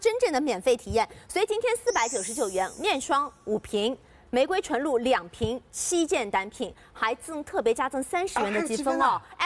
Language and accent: Chinese; China; 像我们中国人其实对美啊、对白呀、这种追求是蛮怎么说，蛮极致的